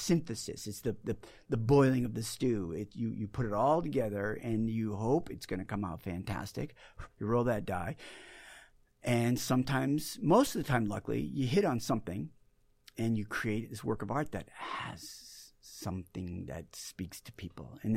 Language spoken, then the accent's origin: English; Boston, Massachusetts, United States; I grew up in Boston, you know.